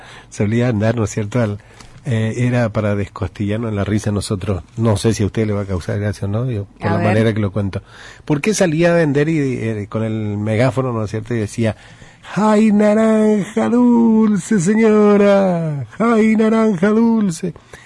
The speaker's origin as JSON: {"language": "Spanish", "region": "Formosa", "country": "Argentina", "tie": "born there", "said": "De cuando era chico ahí en Formosa, en el barrio Independencia vivíamos."}